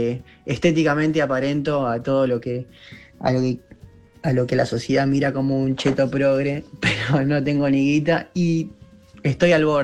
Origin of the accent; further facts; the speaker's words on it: Buenos Aires, Argentina; no soy de Palermo, soy de San Telmo desde que nací.